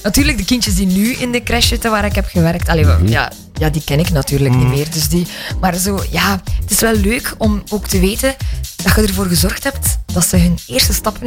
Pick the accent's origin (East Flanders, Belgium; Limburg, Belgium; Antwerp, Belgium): East Flanders, Belgium; Brakel; ik had een paar maanden geleden voor het eerst opgetreden in Taverne Toekske bij ons in Brakel.